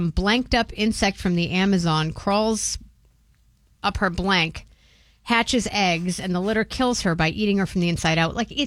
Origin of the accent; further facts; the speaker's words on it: Swampscott, Massachusetts, United States; In my hometown of Swampscott